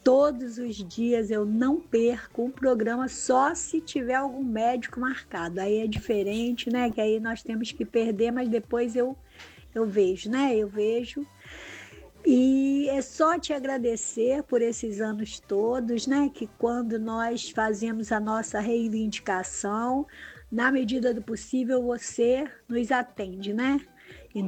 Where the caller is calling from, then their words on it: Brazil; do Caiçara.